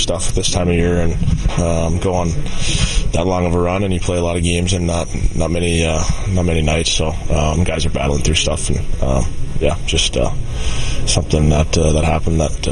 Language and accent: English; Western Canada, Canada; he's obviously a Western Canadian kid, and growing up in Western Canada, I always kind of knew who he was and followed his career